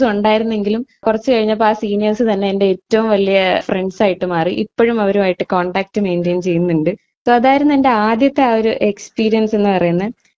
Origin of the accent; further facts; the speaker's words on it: Thiruvananthapuram, Kerala, India; ഞാൻ നേമം തിരുവനന്തപുരം സ്വദേശിയാണ്.